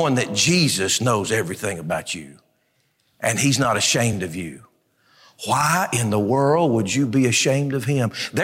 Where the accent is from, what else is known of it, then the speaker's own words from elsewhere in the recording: United States; Yep, and I'm an American.